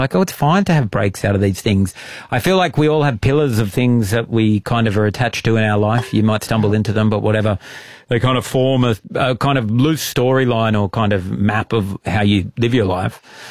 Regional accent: Nowra, New South Wales, Australia; I remember as a 14-year-old, I grew up in Nowra. I used to play golf.

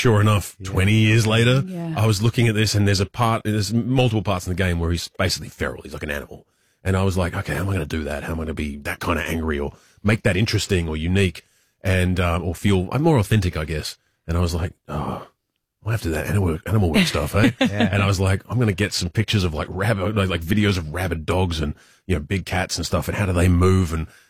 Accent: Australia; I'm Australian

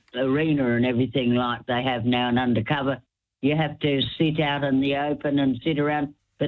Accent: Bunbury, Western Australia, Australia; my hometown, Bunbury.

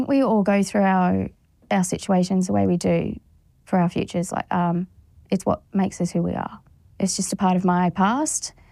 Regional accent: New South Wales, Australia; moved away; also born or lived in Northern Victoria; we're from New South Wales, so the other side of the river, but North Victoria along the river is where I feel at home the most.

